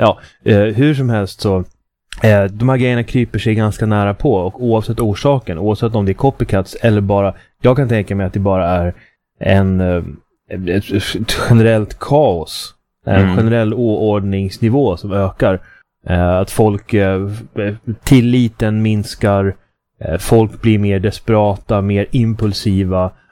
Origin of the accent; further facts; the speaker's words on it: Uppsala, Uppsala County, Sweden; moved away; Senast jag var på besök hemma i Uppsala